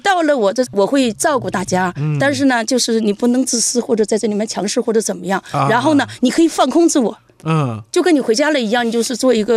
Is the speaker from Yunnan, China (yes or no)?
no; Dalian, Liaoning, China; moved away as an adult; now in Beijing, China; 因为我算是一个北漂嘛，我的老家是大连的。